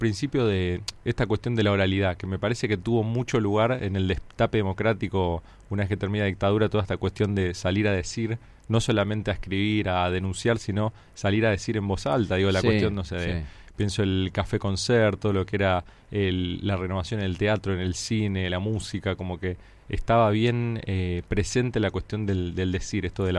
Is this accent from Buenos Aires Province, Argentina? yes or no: yes; Temperley, Buenos Aires Province, Argentina; born there; now in Quilmes, Argentina; yo soy de Temperley, pero ya falso quilmeño, claro, ya vivo acá hace varios años.